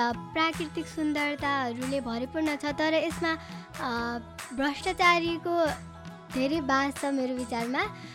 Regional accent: Jajarkot, Karnali Province, Nepal; moved away; मेरो घर चाहिँ जाजरकोट हो।

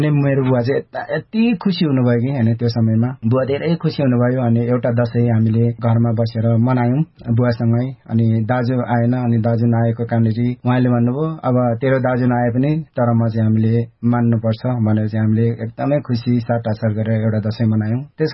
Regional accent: Kathmandu, Bagmati, Nepal; born there; म काठमाडौँमा आइसकेपछि सडकबाट नै मैले जीवनयापन सुरु गरेको हो म श्रोतामाथिलाई म यही भन्न चाहन्छु म सडकमा नै हुर्किएँ

